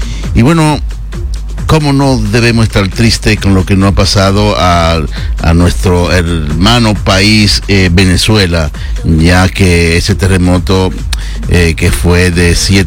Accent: Dominican Republic; Nosotros como dominicanos

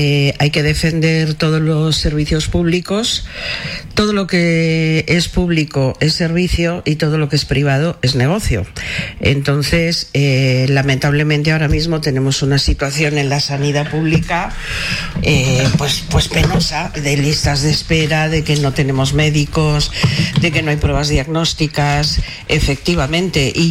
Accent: Spain

